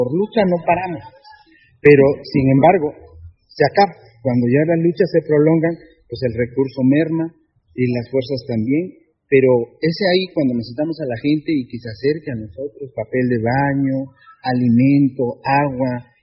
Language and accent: Spanish; Oaxaca, Mexico; nosotros somos del estado de Oaxaca